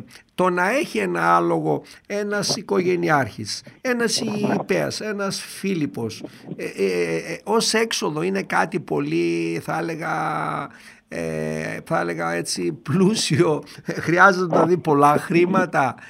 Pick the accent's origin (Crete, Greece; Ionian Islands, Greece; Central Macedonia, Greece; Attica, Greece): Central Macedonia, Greece; Doirani; moved away; εκεί στο χωριό μου στη Δοϊράνη